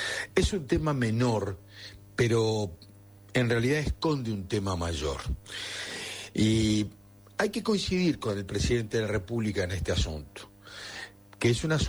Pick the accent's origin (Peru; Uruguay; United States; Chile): Uruguay; porque al final somos los uruguayos los que con impuestos vamos a tener que pagar esa fiesta.